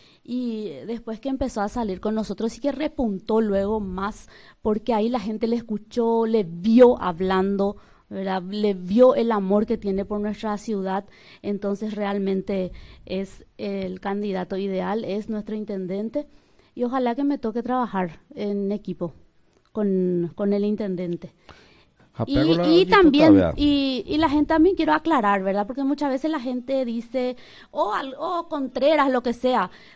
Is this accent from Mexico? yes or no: no; Pedro Juan Caballero, Amambay, Paraguay; soy hija de Pedro Juan Caballero, nacida, criada y formada acá en Pedro Juan Caballero.